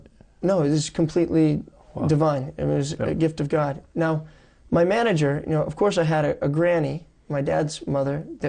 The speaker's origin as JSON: {"language": "English", "town": "Columbus", "region": "Ohio", "country": "United States", "tie": "born or raised there", "said": "Yes, I was born and raised in Columbus, Ohio."}